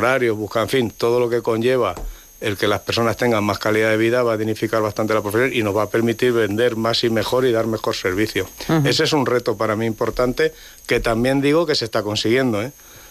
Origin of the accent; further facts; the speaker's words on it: Castilla-La Mancha, Spain; como los manchegos nos pensamos